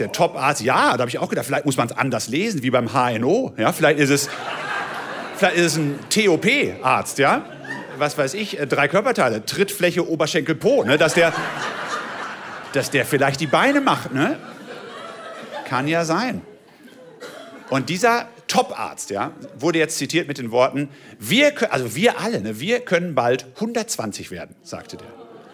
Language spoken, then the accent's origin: German; Haltern am See, North Rhine-Westphalia, Germany; moved away; ich komme aus Haltern am See, da rief eine Zuschauerin im Publikum, in Haltern gibt's einen See?